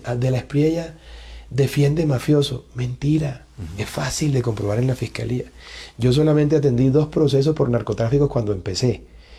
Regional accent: Barranquilla, Atlántico, Colombia; also born or lived in Bogotá; barranquilleros somos tan tesos que nacemos donde nos da la gana.

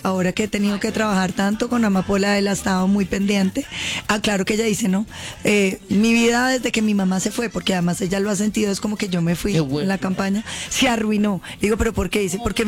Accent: Cauca, Colombia; mi tierra en el Cauca, usted tiene 5 secuestros diarios entre Popayán y Cali.

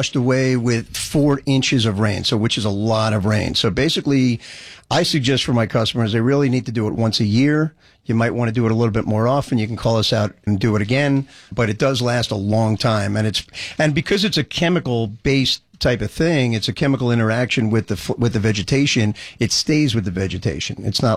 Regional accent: New Jersey, United States; also born or lived in Brooklyn, New York; If you can't tell, I'm from Jersey. I was born in Brooklyn. I went to school out in Michigan, University of Michigan.

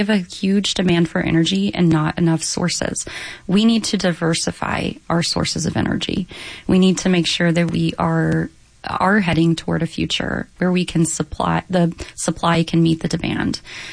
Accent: Corpus Christi, Texas, United States; moved away; Growing up in Corpus

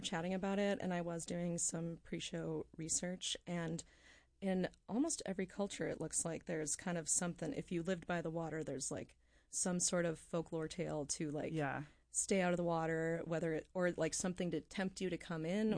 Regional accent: Midwest, United States; now in Juneau, United States; I'm from the Midwest

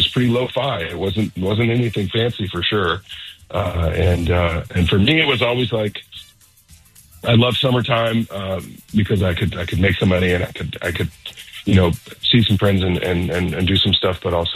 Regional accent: St. Louis, Missouri, United States; I root for St. Louis all the time. It's my hometown

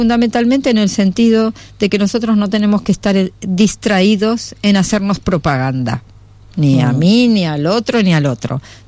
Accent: Argentina; now in Spain; soy muy muy argentina en ese sentido

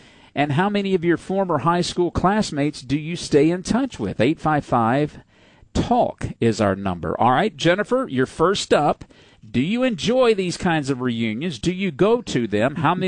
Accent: Louisville, Mississippi, United States; moved away; my hometown of Louisville, Mississippi.

